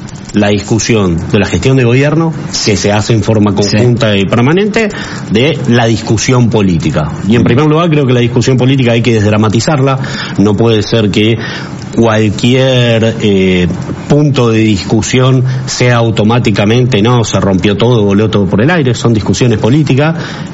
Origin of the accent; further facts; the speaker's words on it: Argentina; los argentinos podamos volver a pisar esa parte de nuestra patria